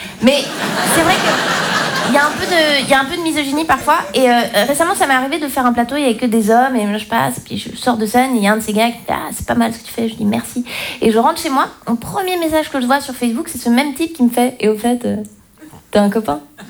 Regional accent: Romandy, Switzerland; Ce qui est intéressant, c'est que donc moi je viens de Suisse romande, chez moi on parle français, mais en même temps on n'a pas la même psychologie que les Français.

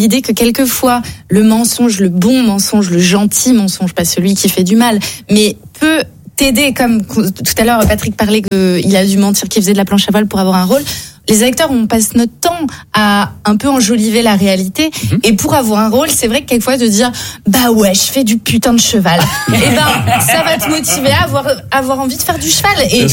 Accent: Paris, Île-de-France, France; born there; je suis vraiment une Parisienne, je suis née à Paris

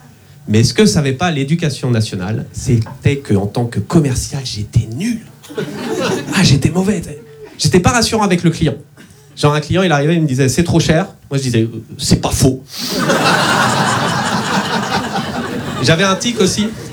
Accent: Nantes, Pays de la Loire, France; Je me présente … je suis nantais et dyslexique, voilà.

